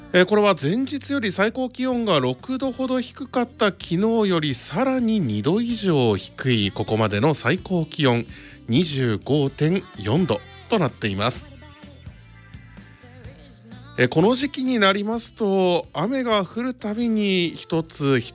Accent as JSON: {"language": "Japanese", "region": "Hokkaido", "country": "Japan", "tie": "born or raised there", "moved": "yes", "lives_now": "Ishikawa, Japan", "said": "私、北海道出身で石川県に来てですね"}